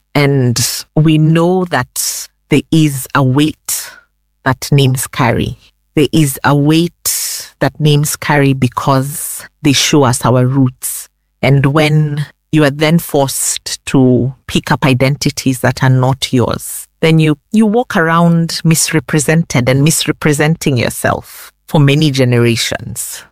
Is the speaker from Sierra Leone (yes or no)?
yes; Freetown, Western Area, Sierra Leone; also born or lived in Nairobi, Kenya; because Freetown is a place for me that I have grown up in from as early as 7 months. I did say that I was born in Nairobi, but I did come to live with my grandparents at around 7 months of age.